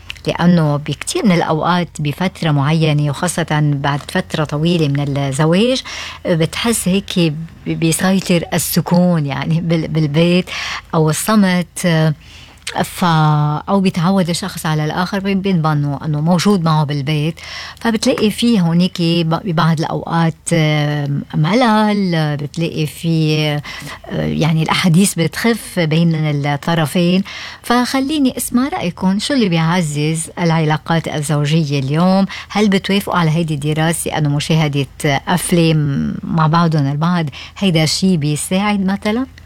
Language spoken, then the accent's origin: Arabic; Lebanon; عنا بلبنان